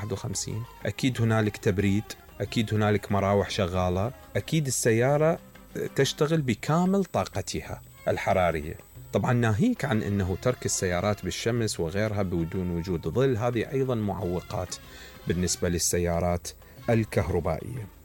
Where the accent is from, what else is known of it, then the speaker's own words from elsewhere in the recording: Iraq; عندنا في العراق